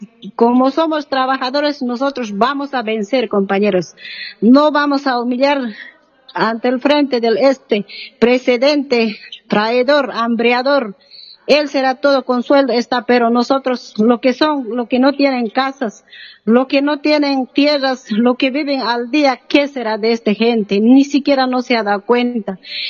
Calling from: Bolivia

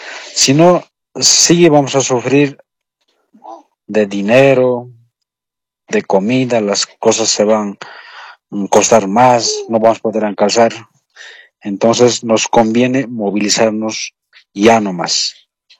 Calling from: Potosí, Bolivia; Estoy llamando de aquí, Norte Potosí.

